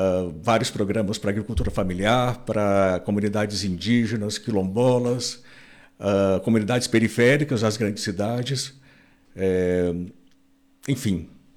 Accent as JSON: {"language": "Portuguese", "region": "Minas Gerais", "country": "Brazil", "moved": "yes", "lives_now": "Brasília, Brazil", "said": "eu sou mineiro."}